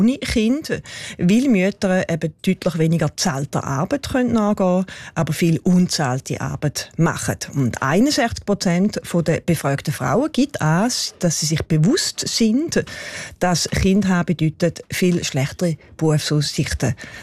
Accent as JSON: {"language": "German", "country": "Switzerland", "said": "Und Bauchweh macht auch das Tempo, mit dem es runtergeht bei uns in der Schweiz."}